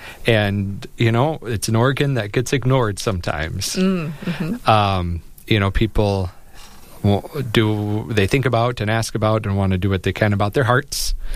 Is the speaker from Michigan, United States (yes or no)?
no; South Dakota, United States; born or raised there